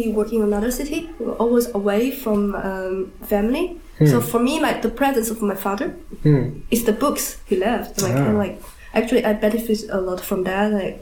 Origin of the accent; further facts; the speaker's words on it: China; English is a second language; because I'm from China. And in China, I think the contemporary art, especially, is a very new thing.